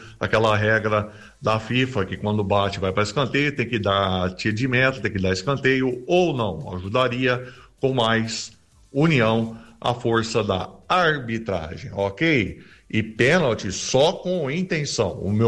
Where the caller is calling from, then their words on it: Ribeirão Preto, São Paulo, Brazil; de Ribeirão Preto, São Paulo.